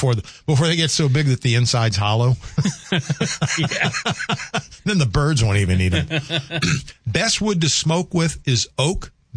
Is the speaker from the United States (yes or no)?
yes; Louisiana, United States; Well, I'm from Louisiana. I'm always used to, you know, up for eating just about anything.